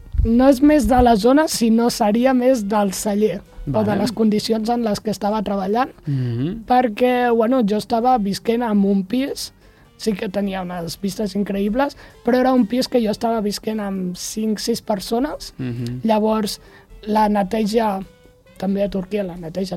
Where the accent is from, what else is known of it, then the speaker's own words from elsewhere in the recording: Montblanc, Catalonia, Spain; Ja t'ho dic jo, que vinc de Montblanc.